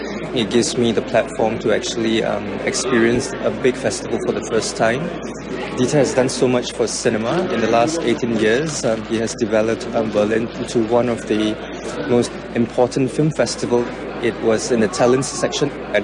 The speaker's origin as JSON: {"language": "English", "country": "Singapore", "said": "I'm the producer for Demons. I'm from Singapore."}